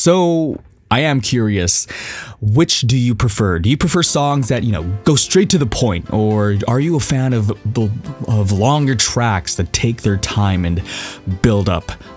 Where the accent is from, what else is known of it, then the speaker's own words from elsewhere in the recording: Canada; Sorry, I'm Canadian.